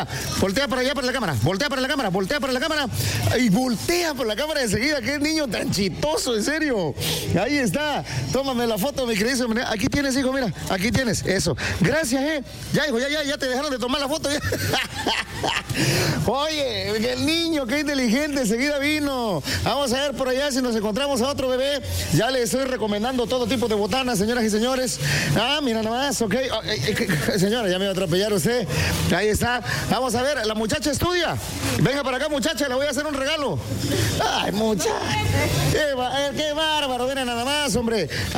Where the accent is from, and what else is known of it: Tatitlán, Veracruz, Mexico; moved away